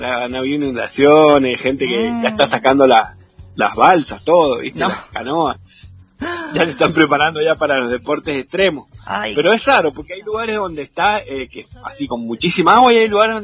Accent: San Juan, Argentina; now in Mendoza, Argentina; yo soy sanjuanino, sí. Y vivo en Mendoza.

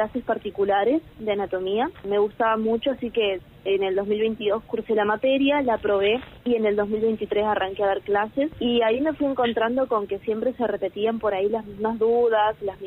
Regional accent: María Grande, Entre Ríos, Argentina; moved away as an adult; now in Villaguay, Argentina; Sí, soy de María Grande, y yo estoy, la curso en la UNER, está en Villaguay.

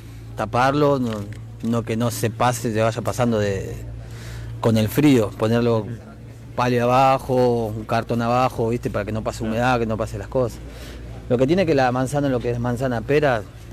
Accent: Buenos Aires, Argentina

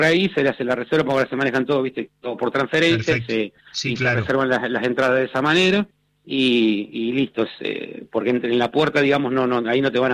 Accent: Argentina; y no aflojemos, muchachos, que somos argentinos hasta la médula.

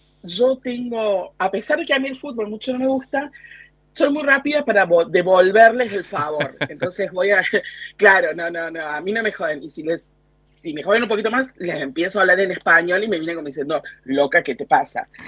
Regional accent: Córdoba, Argentina; moved away; sí es una comunidad chica y argentinos somos, debemos ser unos, no más de no, debemos ser unos 6, 7 y somos 2 cordobesas, mi amiga y yo, y nada más

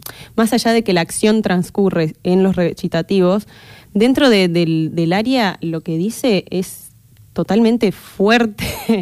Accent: Salta, Argentina; Sí, soy salteña.

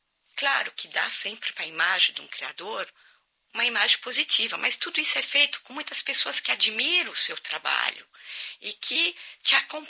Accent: Brazil; moved away as an adult; now in France; Vim do Brasil há mais de 30 anos

